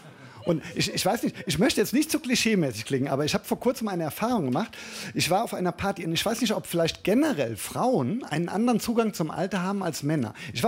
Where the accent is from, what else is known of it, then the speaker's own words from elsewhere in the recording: Germany; als Deutscher